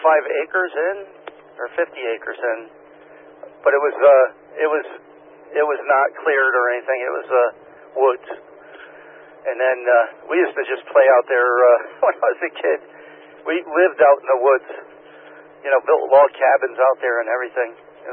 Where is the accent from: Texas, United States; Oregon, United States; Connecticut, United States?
Connecticut, United States; Cheshire; I grew up in the Ridges, up by Cheshire Res there.